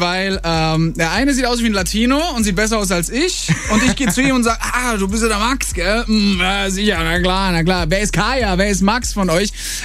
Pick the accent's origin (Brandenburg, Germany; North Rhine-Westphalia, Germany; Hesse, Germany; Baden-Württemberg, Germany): Baden-Württemberg, Germany; Mannheim; born there; Wir sind 3 Zugezogene jetzt am Tisch. Ich bin aus Mannheim gebürtig